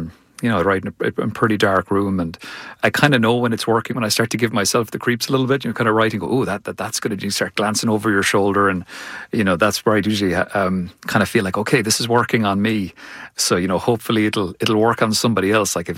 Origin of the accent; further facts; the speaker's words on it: Cork, Munster, Ireland; We've in Shadow where I grew up, so I'm from Cork, which is in the southwest of Ireland. So it's a lovely place. It's beautiful and it's very quiet, and there's a nice, slow, peaceful quality of life there.